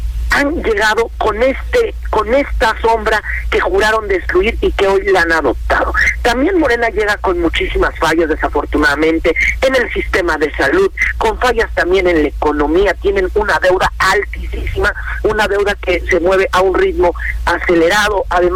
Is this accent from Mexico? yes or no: yes; Mexico; somos los mexicanos de origen